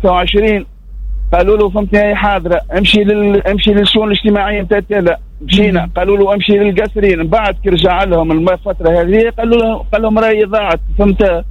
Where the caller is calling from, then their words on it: Sfax, Sfax Governorate, Tunisia; من صفاقس، ساكني صفاقس.